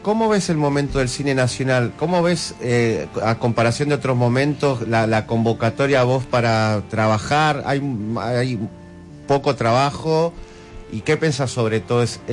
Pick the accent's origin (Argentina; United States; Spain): Argentina